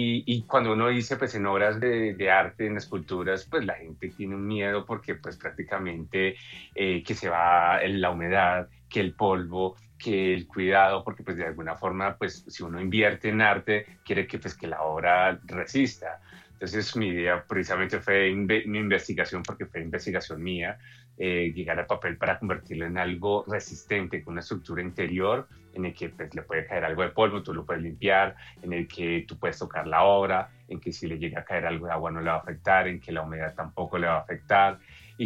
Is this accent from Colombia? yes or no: yes; Colombia; nosotros aquí como colombianos